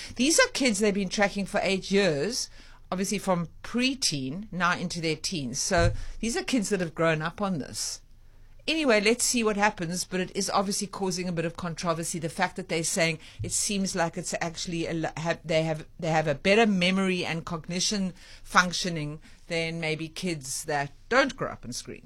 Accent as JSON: {"language": "English", "town": "Cape Town", "region": "Western Cape", "country": "South Africa", "tie": "born or raised there", "said": "I grew up in the Seapoint area. It was a very surfy community."}